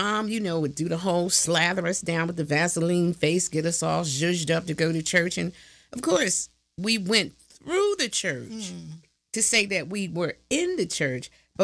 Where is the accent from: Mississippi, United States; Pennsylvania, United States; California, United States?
Pennsylvania, United States; Philadelphia; West Side, I let them know I'm from West Philadelphia, and I rep West Philly everywhere I go.